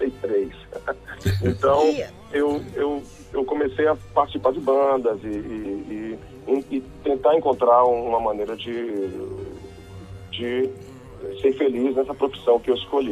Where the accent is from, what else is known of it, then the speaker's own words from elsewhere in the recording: Brazil; mas eu sou brasileiro e também amo a música que se faz aqui.